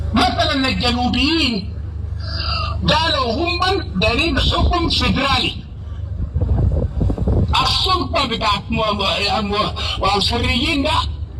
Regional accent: Sudan; كلنا كسودانيين

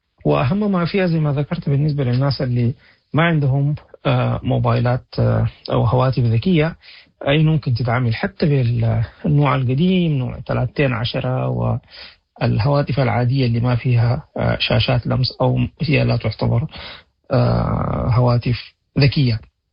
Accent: Sudan; عندنا في السودان

